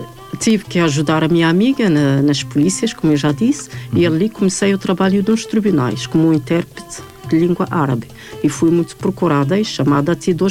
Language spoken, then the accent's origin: Portuguese; Berkane, Oriental, Morocco; Portuguese is a second language; moved away as an adult; also born or lived in central Morocco / Rabat; now in Portugal; Mas cresci na Berkane, numa cidade que faz fronteira com a Argélia, onde que eu estudei, onde que eu cresci com os meus pais.